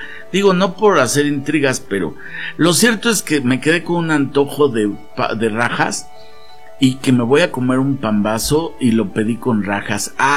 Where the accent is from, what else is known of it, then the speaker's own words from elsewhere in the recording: Mexico; como mexicanos que somos parte de este país